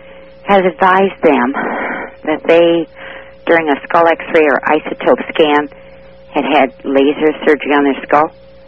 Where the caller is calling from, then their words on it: Seattle, Washington, United States; I'm calling from KVI in Seattle.